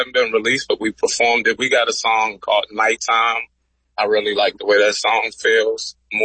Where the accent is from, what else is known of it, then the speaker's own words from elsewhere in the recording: Baltimore, Maryland, United States; moved away; Me, I'm from Baltimore